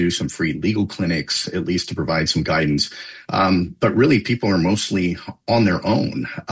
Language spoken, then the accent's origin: English; New London, Connecticut, United States; in my hometown of New London